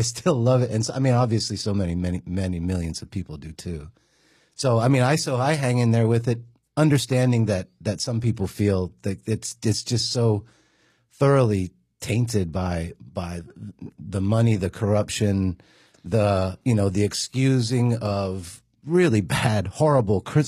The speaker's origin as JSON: {"language": "English", "region": "Pennsylvania", "country": "United States", "tie": "born or raised there", "said": "I grew up in Central PA, and I had deep roots at Penn State."}